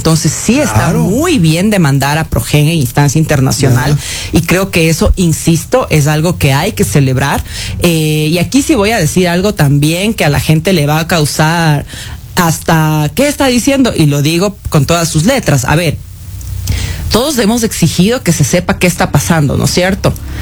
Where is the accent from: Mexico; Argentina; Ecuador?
Ecuador; evidentemente como ecuatoriana entiendo la indignación y querer que las cabezas rueden.